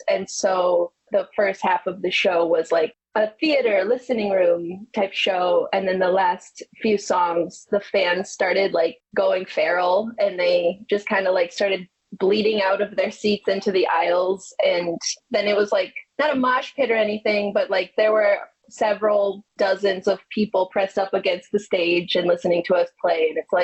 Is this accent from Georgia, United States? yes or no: no; Michigan, United States; you know, we're from Michigan, so dolphin sightings are, you gotta pay for those.